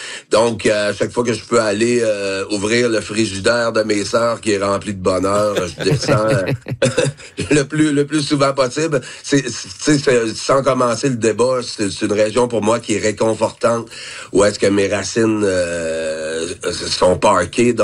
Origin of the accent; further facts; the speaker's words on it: Saint-Georges, Quebec, Canada; Tout à fait, j'ai grandi à Saint-Georges et j'y retourne aux deux minutes à chaque fois que j'ai une occasion.